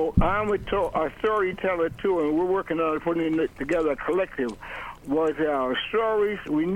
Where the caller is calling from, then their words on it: Paterson, New Jersey, United States; I am also from New Jersey, from Paterson, New Jersey.